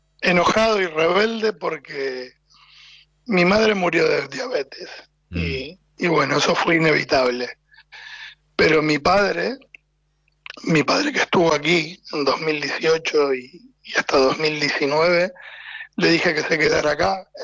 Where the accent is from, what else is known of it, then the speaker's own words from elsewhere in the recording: Rosario, Santa Fe, Argentina; moved away; Y santafesino.